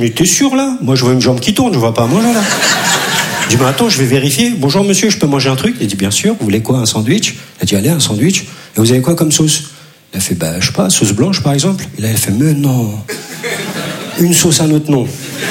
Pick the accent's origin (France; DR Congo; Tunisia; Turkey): Turkey; Je dis à des gens que je suis Turc, ils voient qu'un kebab, quoi.